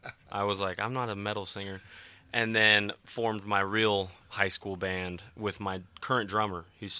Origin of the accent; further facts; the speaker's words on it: Sparks, Nevada, United States; also born or lived in Reno, Nevada; I was born and raised Reno and raised in Sparks, Spanish Springs area.